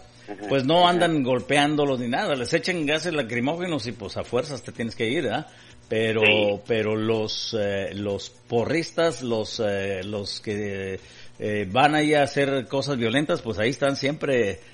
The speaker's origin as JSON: {"language": "Spanish", "country": "Mexico", "moved": "yes", "said": "porque ya así somos muchos mexicanos, no todos, ¿verdad?"}